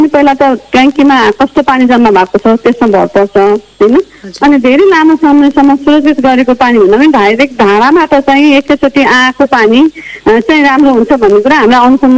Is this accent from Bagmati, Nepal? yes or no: yes; Kathmandu, Bagmati, Nepal; born there